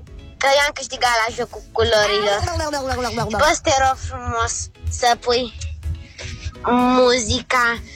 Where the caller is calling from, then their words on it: Târgoviște, Dâmbovița, Romania; din Târgoviște, am 8 ani.